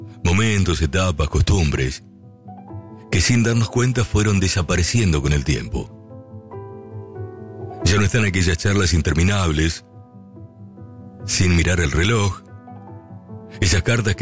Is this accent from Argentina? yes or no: yes; Argentina; siempre en mi país ha existido la pasión por el fútbol